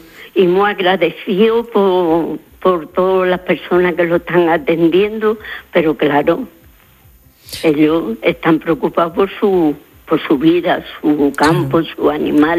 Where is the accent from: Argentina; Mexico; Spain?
Spain; Zalamea la Real, Andalusia; born there; Yo nací en Zalamea.